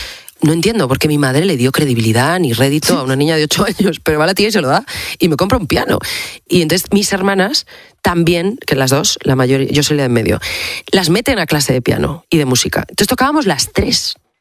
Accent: Asturias, Spain; Mi pueblo mola un montón, pero hace 40 años era una cosa... A ver, muy chiquitilla. O sea, quieres, yo a los chavales se lo cuento o en las entrevistas lo hablo. Asturias, hace 40 años, bueno, España, pero Asturias

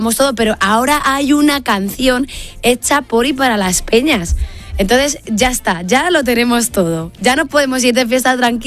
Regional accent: Castile and León, Spain; Mi pueblo está en Meganzones.

